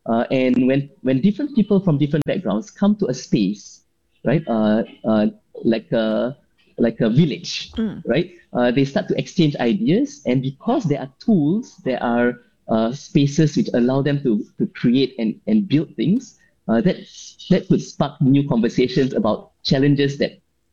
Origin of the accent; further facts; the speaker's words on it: Singapore; as a Singaporean engineer overseas, there's so much knowledge.